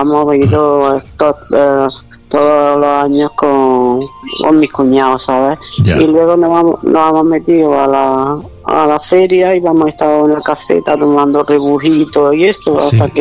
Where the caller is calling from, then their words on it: Córdoba, Andalusia, Spain; de Córdoba.